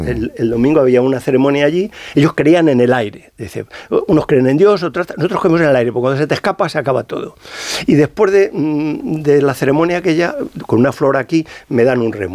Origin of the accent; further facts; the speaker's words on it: Madrid, Community of Madrid, Spain; now in Salamanca, Spain; yo soy madrileño y ahora estoy adoptado en Salamanca por la cátedra